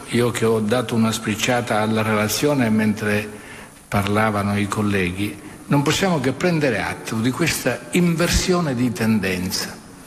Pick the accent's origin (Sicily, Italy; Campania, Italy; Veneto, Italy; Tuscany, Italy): Sicily, Italy